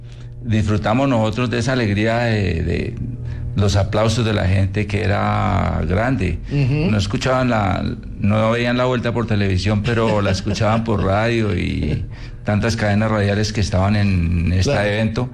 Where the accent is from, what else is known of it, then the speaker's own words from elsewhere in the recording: Boyacá, Colombia; yo soy de Boyacá